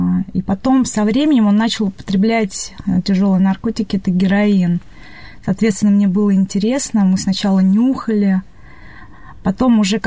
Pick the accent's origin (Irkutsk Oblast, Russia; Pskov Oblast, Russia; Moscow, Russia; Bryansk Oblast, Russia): Moscow, Russia; Мне 37 лет, я сама с города Москвы. Там родилась. Родилась я в Советском Союзе.